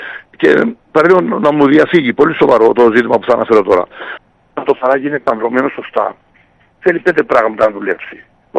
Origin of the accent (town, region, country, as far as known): Chania, Crete, Greece